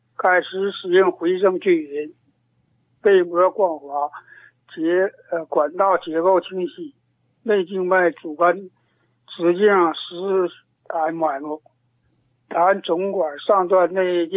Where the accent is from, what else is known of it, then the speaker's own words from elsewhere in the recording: Dalian, Liaoning, China; 哎，我是大连的。